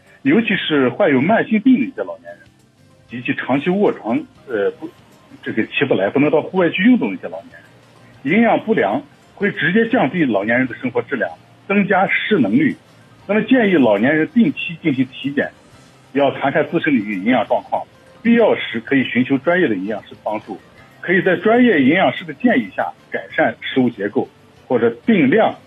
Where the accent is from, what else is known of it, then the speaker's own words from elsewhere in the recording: Xinjiang, China; 我们新疆人在中午12点到12点半左右可能会有稍微有点的感觉饿